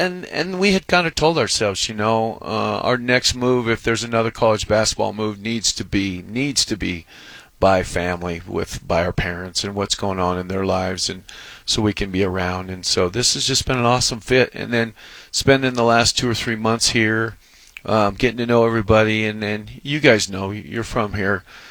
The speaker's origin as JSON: {"language": "English", "town": "Payson", "region": "Utah", "country": "United States", "moved": "yes", "said": "I'm from Payson, Utah"}